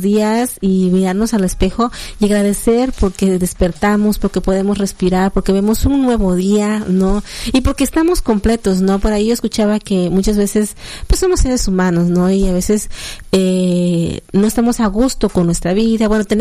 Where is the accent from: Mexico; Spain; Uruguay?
Mexico; como buenos mexicanos estamos pendientes de todo lo que acontece